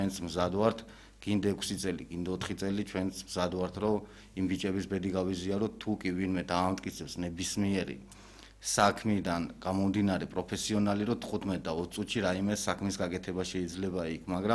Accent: Imereti, Georgia; ზემოიმერლები ის ხალხი ვართ, რომელსაც ჩვენი კუთხეები გვიყვარს

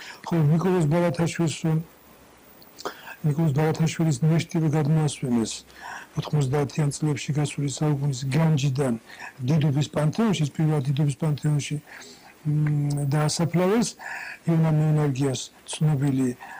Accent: Ozurgeti district, Guria, Georgia; moved away; შევედი გურიანთის სკოლაში, ის მაშინ 8 წლიანი იყო, ეგარი ოზურგეთის რაიონში

